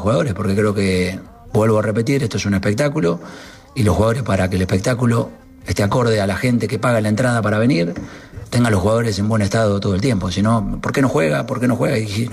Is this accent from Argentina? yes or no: yes; Argentina; Con Messi, la verdad que somos agradecidos los argentinos de haber tenido a dos futbolistas extraordinarios